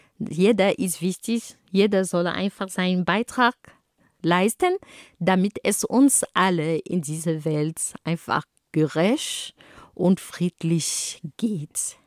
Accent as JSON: {"language": "German", "country": "Cameroon", "lives_now": "Germany", "said": "Und wo ich herkomme, in Kamerun, da haben wir eine besondere Art und Weise, uns anzuziehen. Und wir haben zum Beispiel die Wax-Kleidungen, also Kleidungen mit afrikanischen Muster."}